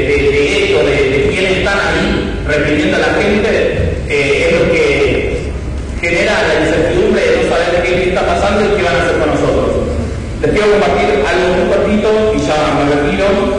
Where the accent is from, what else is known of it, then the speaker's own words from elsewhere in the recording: Buenos Aires, Argentina; de la Villa 2124